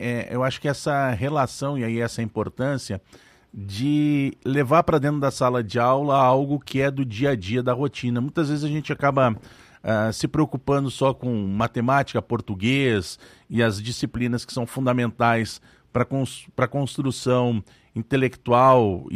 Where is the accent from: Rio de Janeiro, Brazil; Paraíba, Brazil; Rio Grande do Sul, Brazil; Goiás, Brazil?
Rio Grande do Sul, Brazil; moved away; isso eu falando lá do Rio Grande do Sul, que é onde eu nasci